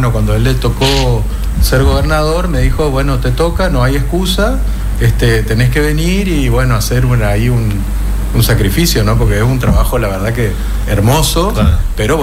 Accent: Corrientes, Argentina; born there; moved away as an adult; now in Resistencia, Argentina; Yo soy nacido de Corrientes, lo que pasa es que a esta altura ya me considero más chaqueño

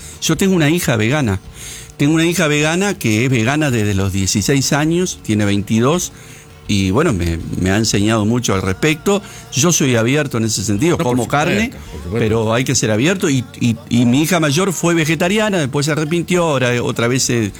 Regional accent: Uruguay; now in Buenos Aires, Argentina; pero en Buenos Aires, yo que vine de Uruguay, que vine muy matero, el estilo es el café.

